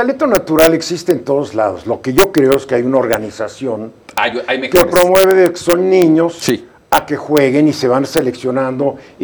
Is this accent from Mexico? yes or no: yes; Mexico City, Mexico; Pues yo soy de la Ciudad de México y aquí me tocó.